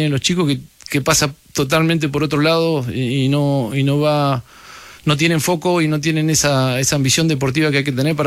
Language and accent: Spanish; Patagonia, Argentina; primero la logística para llegar a las grandes ciudades siempre es muy compleja para nosotros, los que somos de la Patagonia